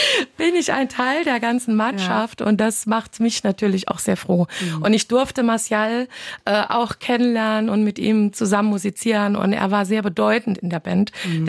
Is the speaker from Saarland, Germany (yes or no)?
yes; Saarland, Germany; Deswegen sage ich es als Saarländerin mal auf platt.